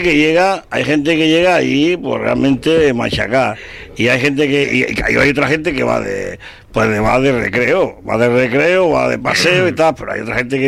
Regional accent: Roquetas de Mar, Andalusia, Spain; viví en mi pueblo en Roqueta todos los fines de semana

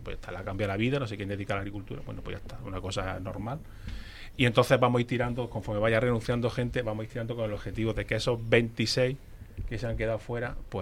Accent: Jaén, Andalusia, Spain; moved away; tengo 50 años, llevo 50 años en la agricultura. Soy hijo de agricultor. Pasa que yo me crié en Jaén.

